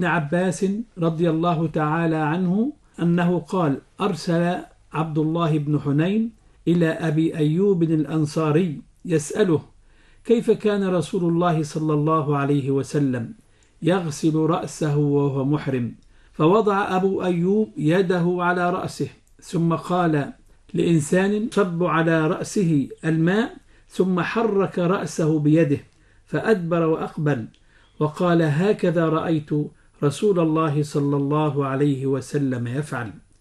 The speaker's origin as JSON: {"language": "Arabic", "country": "Egypt", "said": "وهو ما يعرف عندنا في مصر بالكمر"}